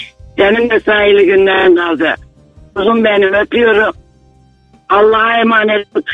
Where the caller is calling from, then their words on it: Adana, Turkey; Ben Adana'dan arıyorum.